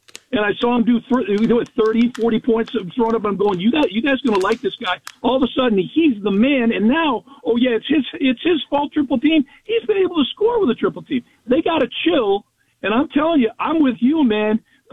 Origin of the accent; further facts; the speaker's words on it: Chicago, Illinois, United States; and I'll say it because I'm from Chicago, right?